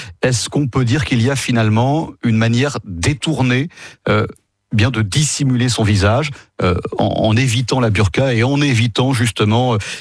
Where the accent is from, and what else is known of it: France